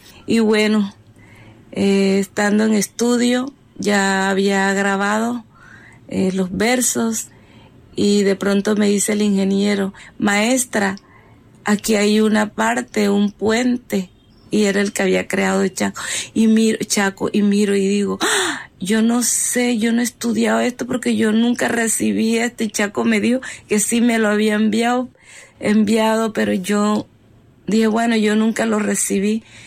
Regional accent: San Martín de Loba, Bolívar, Colombia; born there; cantautora de los ritmos de tambora. Nací en San Martín de Loba, sur del departamento de Bolívar.

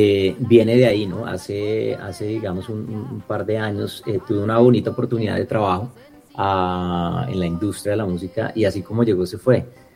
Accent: Colombia; moved away; Y esa es un poco mi historia desde que me fui de Colombia, ¿no? Alguien migratorio, un nómada que anda como con su música y sus historias

